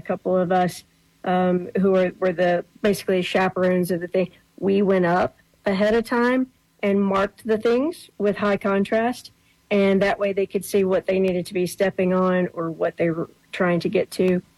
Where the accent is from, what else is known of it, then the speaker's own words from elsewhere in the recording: Arkansas, United States; now in Oklahoma, United States; I'm actually from Arkansas